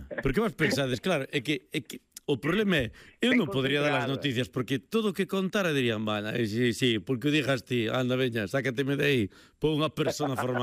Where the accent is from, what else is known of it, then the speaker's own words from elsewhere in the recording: Galicia, Spain; Non son da Mariña, son da Costa da Morte.